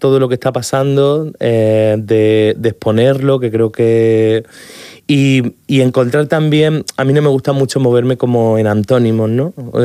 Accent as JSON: {"language": "Spanish", "region": "Andalusia", "country": "Spain", "lives_now": "Murcia, Spain", "said": "Y también como yo, como artista andaluz, también me sentí como un poco desarraigado de mi tierra, ¿no? Por esta cosa también como de la emigración, de, ¿no? Como de venirme a Murcia"}